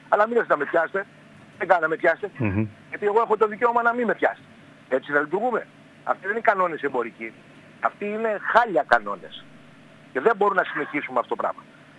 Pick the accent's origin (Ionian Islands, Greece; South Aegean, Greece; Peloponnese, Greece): South Aegean, Greece; Kastellorizo; Είμαι και εγώ νησιώτης από το Καθελόριζο.